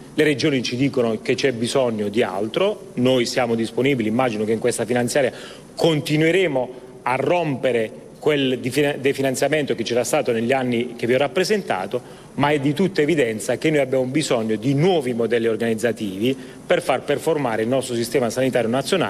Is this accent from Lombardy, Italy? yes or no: no; Bari, Apulia, Italy; Chi vi parla è orgoglioso del proprio accento e quindi della propria provenienza, sono barese, pugliese